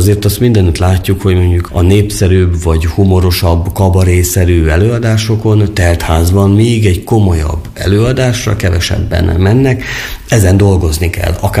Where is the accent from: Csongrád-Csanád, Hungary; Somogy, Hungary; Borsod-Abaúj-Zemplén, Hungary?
Borsod-Abaúj-Zemplén, Hungary; Széphalom; ráadásul én Széphalomról jövök